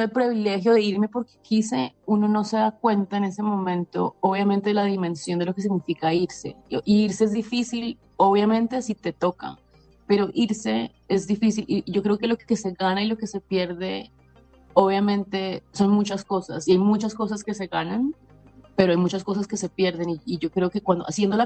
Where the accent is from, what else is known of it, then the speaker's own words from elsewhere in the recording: Colombia; now in Canada; me ha permitido regresar a Colombia y estar en contacto con Colombia, porque obviamente Colombia está en mi corazón y yo soy colombiana